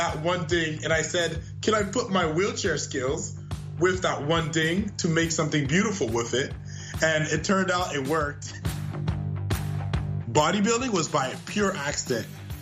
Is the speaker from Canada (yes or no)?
yes; Canada; I am 23 years old, and I am a Canadian athlete that uses a wheelchair.